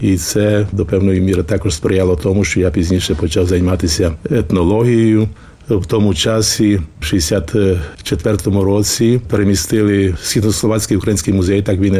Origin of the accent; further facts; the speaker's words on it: Volyn Oblast, Ukraine; also born or lived in Svidnik, Slovakia; Так, я народився у Свиднику, потім наша сім'я в рамках оптації у 1947 році переселилася на Україну, тодішній Радянський Союз, на Волинщину, де я провів свої дитячі і частково юнацькі роки серед чудової природи.